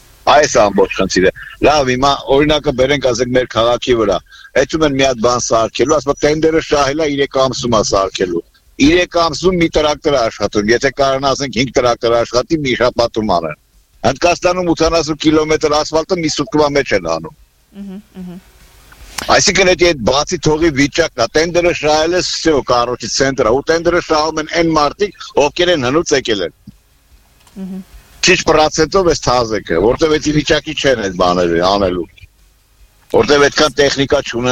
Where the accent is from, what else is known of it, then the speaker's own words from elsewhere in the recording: Yerevan, Armenia; also born or lived in Nagorno-Karabakh; Ես 25 տարի ապրել եմ Ղարաբաղում։ Այո։ Ես Երևանցի եմ, ասենք ասեմ։